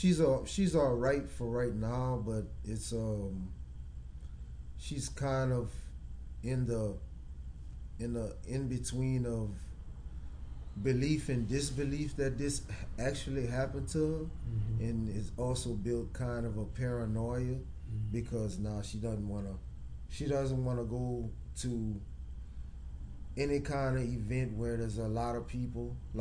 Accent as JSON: {"language": "English", "town": "New Iberia", "region": "Louisiana", "country": "United States", "said": "I'm originally from New Iberia, but a lot of people know me all over this region. I have a very, very big family on both sides."}